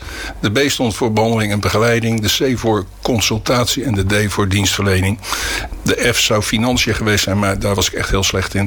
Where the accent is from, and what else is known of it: Schiedam, South Holland, Netherlands; born or raised there; now in Vlaardingen, Netherlands